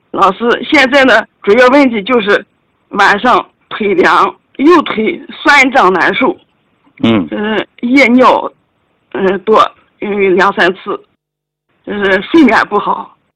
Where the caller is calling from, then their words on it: Taiyuan, Shanxi, China; 我是来自山西的太原的一名学员， … 今年66岁，我是1960年农历8月26日巳时出生